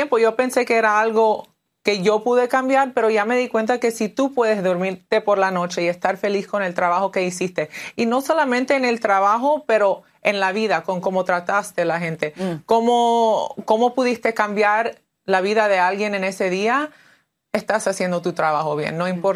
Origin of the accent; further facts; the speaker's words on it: Cuba; yo dije, ¿cómo que no soy cubana?